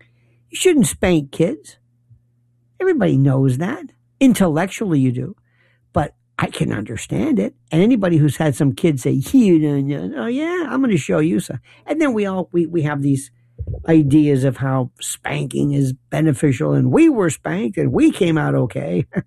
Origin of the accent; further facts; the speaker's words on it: Florida, United States; I'm from Florida. Places like Micanopy and Snaith and Tuaig and Polk County, Grady Judd.